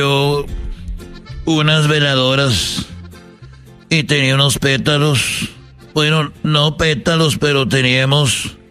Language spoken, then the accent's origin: Spanish; Jalisco, Mexico; born there; cuando yo iba a la escuela allá en donde yo nací, en Jalisco, no era una escuela normal, pero era una casa